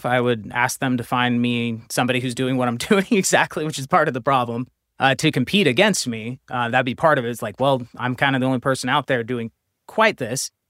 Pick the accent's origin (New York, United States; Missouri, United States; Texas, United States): Missouri, United States; my home state and my hometown